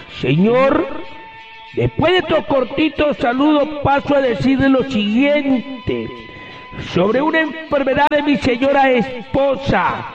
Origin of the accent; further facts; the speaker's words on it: Huancabamba, Piura, Peru; ha sido al mismo Piura y hasta el mismo Laguna El Rey en Huancabamba, mi tierra.